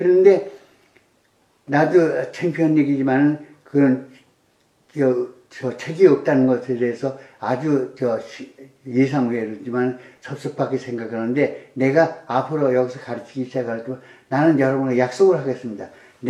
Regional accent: Seoul, South Korea; born there; moved away; 난 서울 태생인데

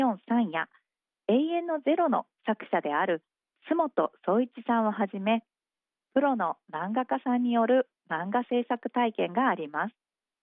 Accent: Ainan, Ehime, Japan; now in Matsuyama, Japan; 私自身も愛南町で生まれ育って、

